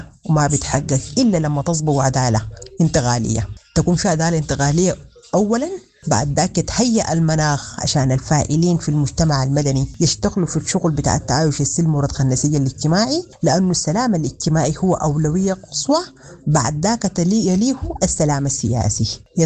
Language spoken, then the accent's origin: Arabic; Sudan; نحن كشعب سوداني